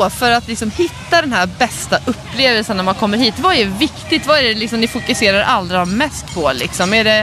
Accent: east coast, Sweden; jag är också från den sidan av landet

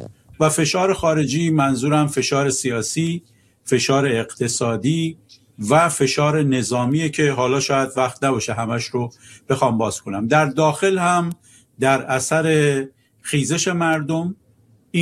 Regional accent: Iran; وظیفه‌مو به عنوان یه ایرانی انجام دادم برای کشورم

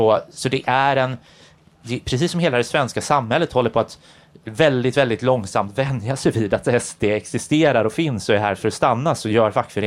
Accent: Kalmar County, Sweden; Det är ingen nere i mina hemtrakter i Kalmar län och i östra Småland och ute på Öland.

